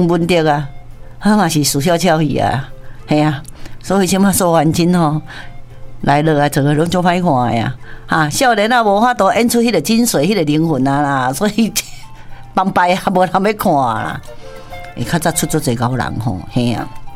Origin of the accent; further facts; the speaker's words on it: Kaohsiung, Taiwan; 我们高雄人